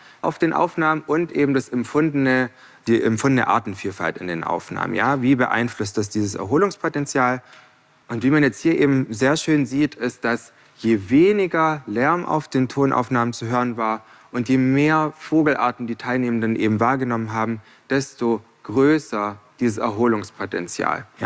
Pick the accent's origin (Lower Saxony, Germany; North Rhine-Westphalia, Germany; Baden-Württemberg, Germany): Baden-Württemberg, Germany; moved away; ich bin auf der Schwäbischen Alb groß geworden.